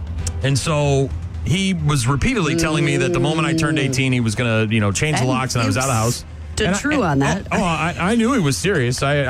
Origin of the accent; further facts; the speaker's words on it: Nashua, New Hampshire, United States; We lived, we moved into a house on Syracuse Road in Nashua, New Hampshire, my hometown. And I grew up there.